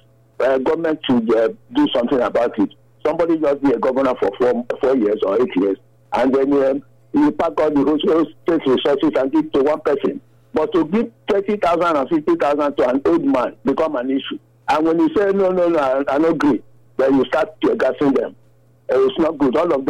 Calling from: Nigeria; I'm calling from Mugbesa community.

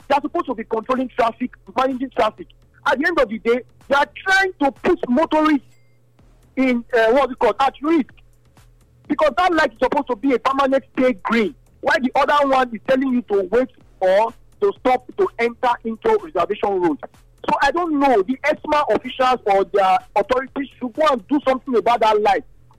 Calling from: Benin City, Edo, Nigeria; I'm calling from Second Circular.

